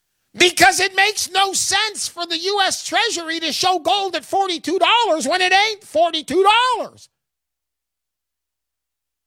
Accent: California, United States; Southern California.

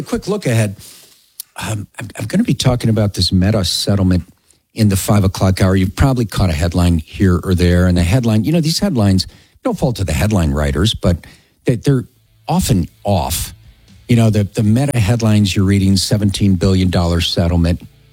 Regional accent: Chicago, Illinois, United States; Go Bears. I'm from Chicago, but respect Favre.

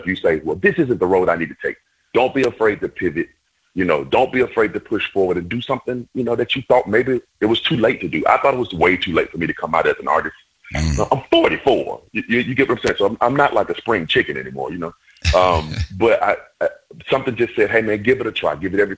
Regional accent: Alabama, United States; hey, man, where are you from? I go, I'm from Alabama.

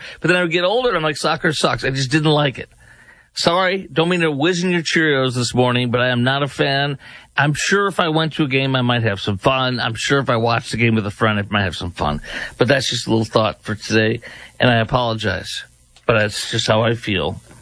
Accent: Texas, United States; I'm a Texan. I live in Dallas-Fort Worth.

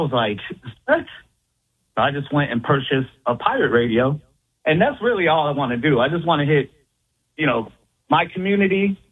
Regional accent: Florida, United States; I'm from Palm Beach County.

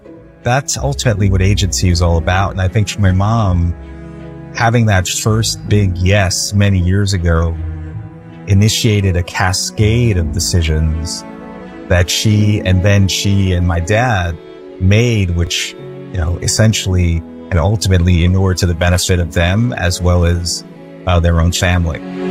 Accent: London, United Kingdom; born there; That's why I was born in London, because it was a dream.

